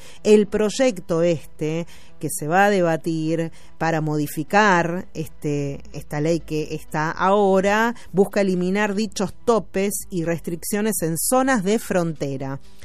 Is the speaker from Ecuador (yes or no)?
no; Argentina; Nosotros, los argentinos que estamos acá, que la remamos día a día